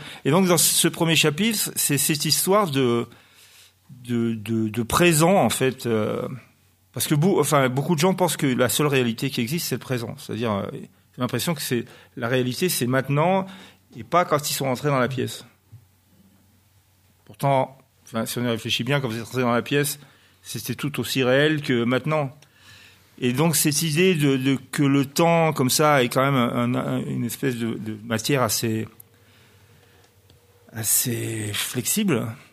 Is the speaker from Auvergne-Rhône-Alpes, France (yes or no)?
yes; Grenoble, Auvergne-Rhône-Alpes, France; je suis grenoblois, je me suis dit, mais Grenoble a été détruit en 1219.